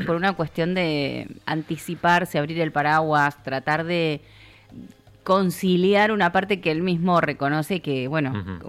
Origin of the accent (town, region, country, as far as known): Argentina